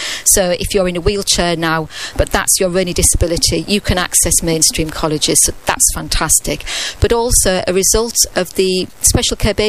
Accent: Hull, Yorkshire and the Humber, United Kingdom; now in Cheltenham, United Kingdom; I come from Hull and I've lived in Cheltenham for nearly 20 years, and I still have all my family in Hull

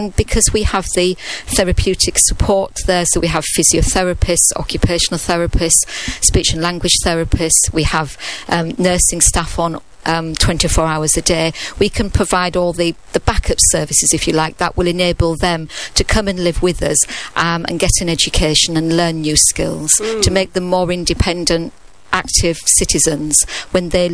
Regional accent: Hull, Yorkshire and the Humber, United Kingdom; I grew up in Hull.

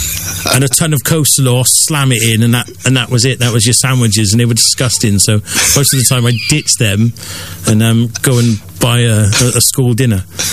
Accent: Cheltenham, South West England, United Kingdom; I was born in Cheltenham, so local lad, on the 16th of October 1974 at the old St. Paul's Hospital

